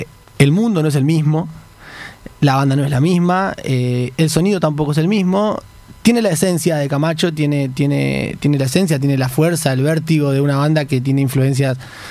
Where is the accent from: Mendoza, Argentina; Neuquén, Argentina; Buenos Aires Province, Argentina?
Buenos Aires Province, Argentina; Morón; Y yo de ahí, Límite Morón.